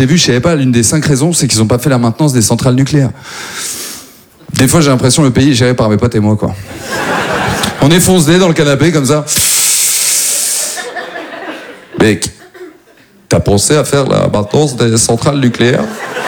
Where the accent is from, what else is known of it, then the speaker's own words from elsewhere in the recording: Maubeuge, Hauts-de-France, France; now in Paris, France; moi à la base en plus je viens pas du tout de Paris, moi je viens de Maubeuge, donc c'est vraiment, ouais c'est l'ascension sociale là